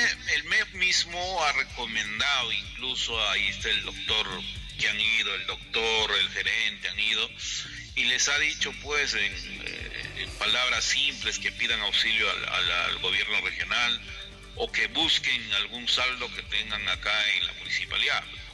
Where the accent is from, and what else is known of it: San Luis, Ancash, Peru